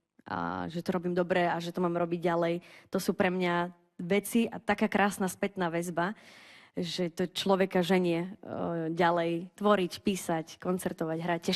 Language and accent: Slovak; Bardejov, Prešov Region, Slovakia; ja pochádzam zo sídliska Vimbark v Bardejove